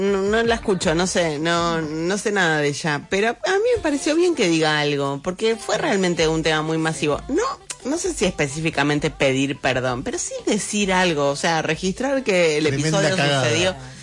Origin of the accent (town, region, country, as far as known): Argentina